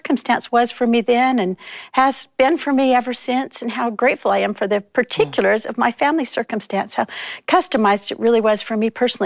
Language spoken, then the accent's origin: English; Salt Lake City, Utah, United States; I grew up in Salt Lake City.